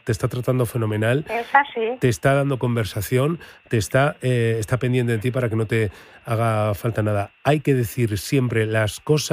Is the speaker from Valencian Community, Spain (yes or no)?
no; Burgos, Castile and León, Spain